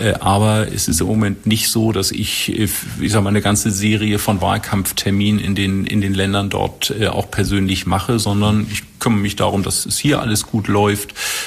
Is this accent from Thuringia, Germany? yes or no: no; Eckernförde, Schleswig-Holstein, Germany; obwohl ich ja Ehrenmitglied des BC 78 in meiner Heimatstadt Eckernförde bin.